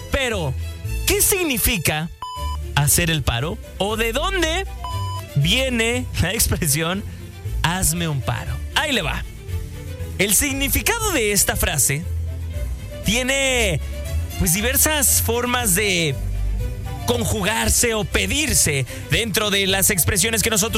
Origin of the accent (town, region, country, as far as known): Mexico